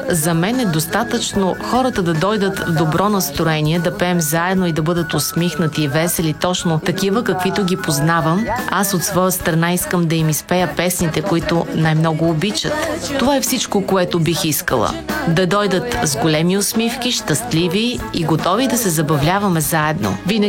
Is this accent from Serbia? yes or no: yes; Žitorađa, Southern and Eastern Serbia, Serbia; И когато се върна в моето родно място, Житораджа, където съм родена, макар че повече от 30 години не живея там